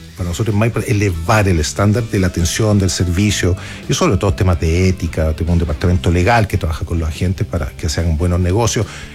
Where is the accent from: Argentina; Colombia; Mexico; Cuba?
Argentina; also born or lived in Chile; la verdad es que crecí, nací en Chile, pero crecí en la Argentina, así que de Boca Juniors sufrimos.